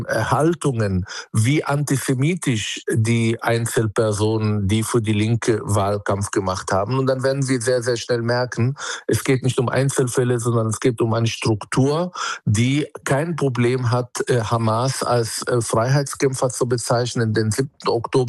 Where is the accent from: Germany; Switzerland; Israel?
Israel; Und das ist nicht die legitime Israel-Kritik, die ich mir wünsche, auch vor allem als Palästinenser, als Israeli.